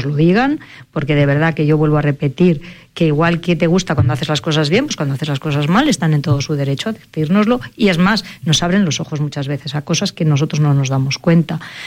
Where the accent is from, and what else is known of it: Medina del Campo, Castile and León, Spain